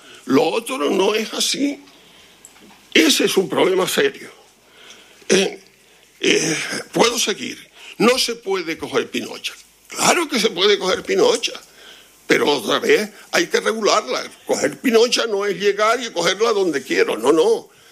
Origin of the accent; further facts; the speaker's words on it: La Palma, Canary Islands, Spain; born there; now in Santa Cruz de La Palma, Spain; La zona donde yo vivo, donde vivo en Santa Cruz, pero donde me crié y donde temporalmente vivo